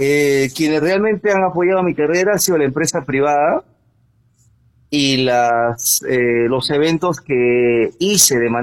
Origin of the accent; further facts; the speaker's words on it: Huánuco, Peru; me siento orgulloso de poder representar a Guano